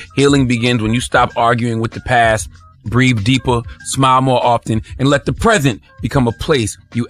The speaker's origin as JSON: {"language": "English", "town": "Moncks Corner", "region": "South Carolina", "country": "United States", "tie": "born or raised there", "said": "in my hometown in Mounts Corner, South Carolina"}